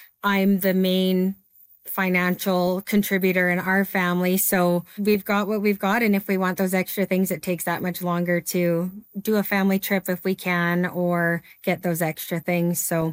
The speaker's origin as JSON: {"language": "English", "town": "Lethbridge", "region": "Alberta", "country": "Canada", "said": "I am from Lethbridge, Alberta."}